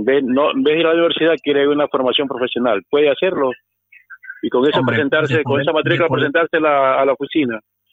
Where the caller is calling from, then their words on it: Getafe, Community of Madrid, Spain; de Getafe.